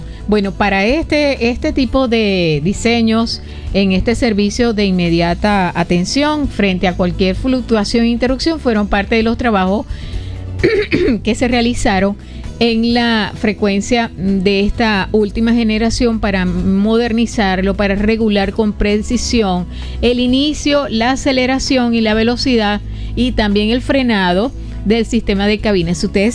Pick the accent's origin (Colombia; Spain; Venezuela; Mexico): Venezuela; nosotros, los venezolanos